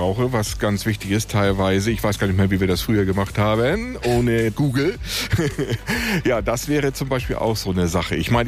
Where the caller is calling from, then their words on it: Schinkel, Schleswig-Holstein, Germany; ich komme aus Schinkel.